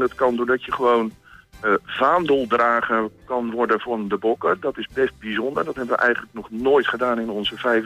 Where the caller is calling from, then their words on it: Voorhout, South Holland, Netherlands; We komen uit Voorhout, de handbalvereniging Voorhout.